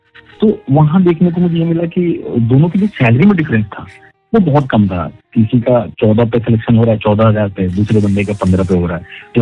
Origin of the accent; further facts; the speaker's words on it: Bihar, India; now in Faridabad, India; तो पहली बार मैं बिहार से यहाँ आया दिल्ली, दिल्ली में कहा फरीदाबाद।